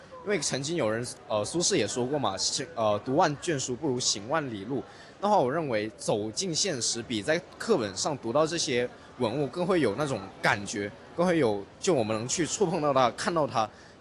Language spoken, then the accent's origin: Chinese; Guangdong, China; also born or lived in Hong Kong; 我是广东长大，虽然是香港出生，